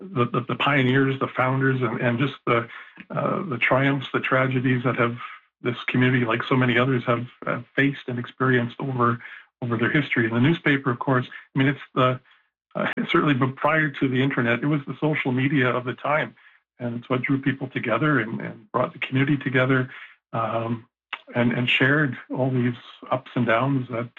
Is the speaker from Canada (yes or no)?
yes; Kane, Manitoba, Canada; moved away as an adult; now in Morden, Canada; I grew up in the area. I grew up in a small town called Kane, which is about half hour northeast of here.